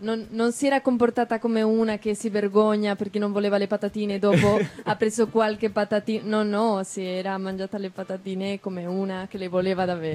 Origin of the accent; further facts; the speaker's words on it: Spain; Italian is a second language; e mi ero trovata con questa amica anche spagnola, sono spagnola, ok?